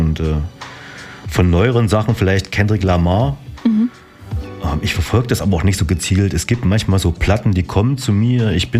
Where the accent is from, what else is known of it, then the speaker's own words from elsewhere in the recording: Apolda, Thuringia, Germany; Ich komme eigentlich aus Apolda.